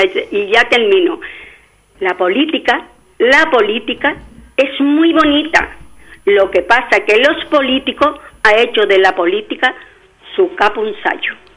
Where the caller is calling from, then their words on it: Las Palmas de Gran Canaria, Canary Islands, Spain; Vivo en Las Palmas.